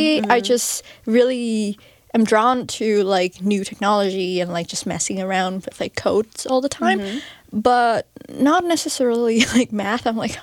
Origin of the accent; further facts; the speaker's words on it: Vietnam; moved away; I grew up in Vietnam